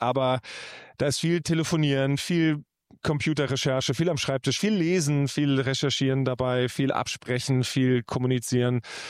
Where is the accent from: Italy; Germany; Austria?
Italy; German is a second language; da konnte ich einen Film über mein Heimatland Italien auch machen und verschiedene Projekte.